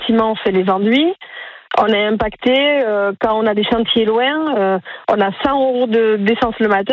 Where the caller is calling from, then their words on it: Benquet, Nouvelle-Aquitaine, France; je suis à Binquet. Mmh. Je suis à Binquet.